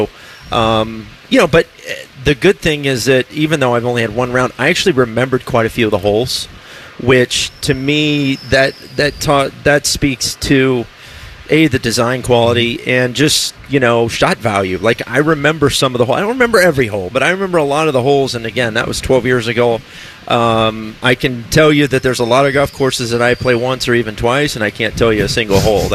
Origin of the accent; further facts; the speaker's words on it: Texas, United States; now in Florida, United States; But, you know, I grew up in Texas. I live in Florida now.